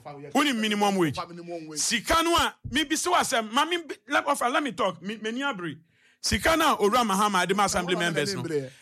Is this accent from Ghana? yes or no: yes; Ghana; I'm telling you my pain as a Ghanaian.